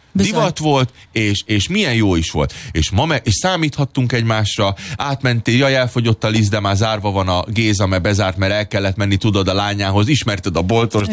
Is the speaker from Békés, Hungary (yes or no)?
no; Budapest, Hungary; Elég lenne az, ami nekem gyerekként volt Újpesten.